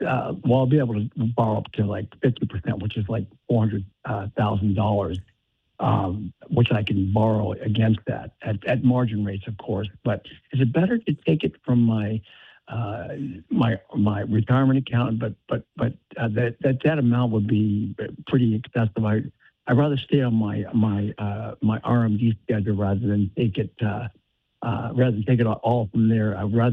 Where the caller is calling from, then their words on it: San Carlos, California, United States; I'm calling you from the West Coast in the San Carlos area.